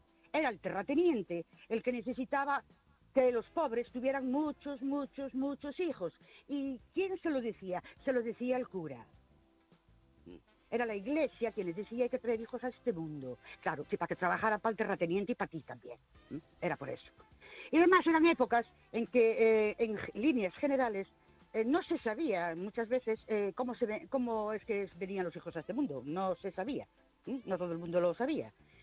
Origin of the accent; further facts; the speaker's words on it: Ourense, Galicia, Spain; de Orense otra vez.